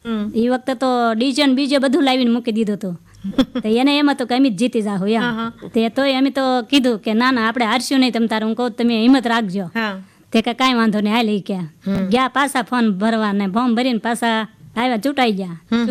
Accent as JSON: {"language": "Gujarati", "town": "Pipla", "region": "Gujarat", "country": "India", "tie": "born or raised there", "said": "અમારું ગામ પીપલા છે, તાલુકો સિહોર, જિલ્લો ભાવનગર. અમારું ગામ 3000 વસ્તી છે."}